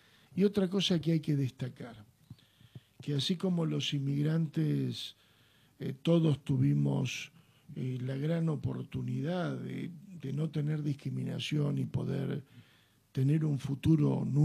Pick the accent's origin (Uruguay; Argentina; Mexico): Argentina; fue lo que nos hizo argentinos. La escuela pública, nos hizo argentinos.